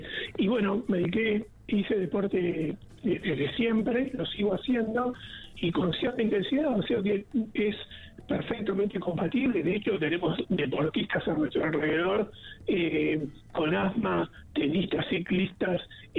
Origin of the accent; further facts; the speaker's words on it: Buenos Aires, Argentina; Por más de que no somos de Córdoba, después él volvió a Buenos Aires, donde es mi familia